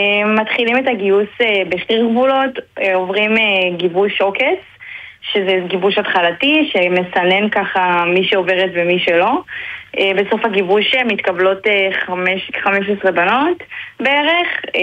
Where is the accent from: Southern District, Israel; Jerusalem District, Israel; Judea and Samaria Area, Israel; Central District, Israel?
Southern District, Israel; Ashkelon; moved away as an adult; now in Tel Aviv, Israel; אני בת 23, אני במקור מאשקלון, היום אני גרה בתל אביב.